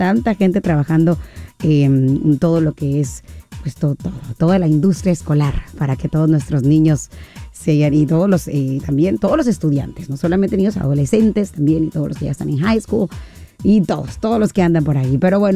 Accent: Mazatlán, Sinaloa, Mexico; Pero disfruté mi tierrita, mi terruño, mi charco de Mazatlán por allá.

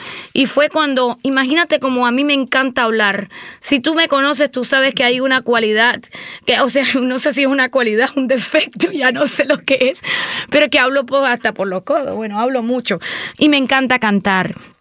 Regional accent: Cuba; yo soy cubana

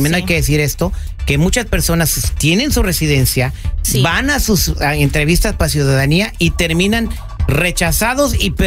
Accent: Morelia, Michoacán, Mexico; now in United States; En Morelia, Michoacán, mi tierra

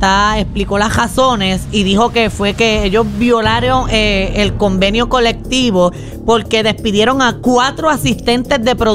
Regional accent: Puerto Rico; Como somos los puertorriqueños

